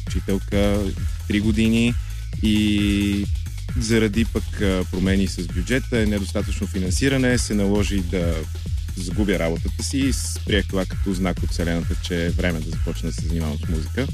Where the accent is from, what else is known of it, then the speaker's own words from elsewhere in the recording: Crete, Greece; also born or lived in New Jersey, United States; Роден съм в Нью Джерси, като много малка обаче се мести с местото ми да живеем на Крит. И всъщност голяма част от детството ми е минала точно между тези два острова, Нью Джерси и Крит.